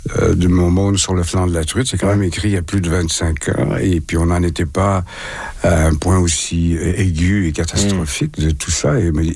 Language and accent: French; New Brunswick, Canada; Ben, on vient du Nouveau-Brunswick, nous autres.